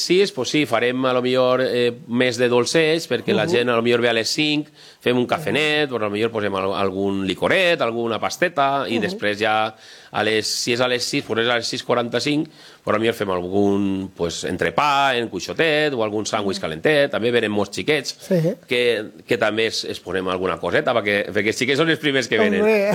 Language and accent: Catalan; Cocentaina, Valencian Community, Spain; nosaltres, independentment de que som de Cocentaina, així en Alcoy és una barbaritat la gent que mos quidra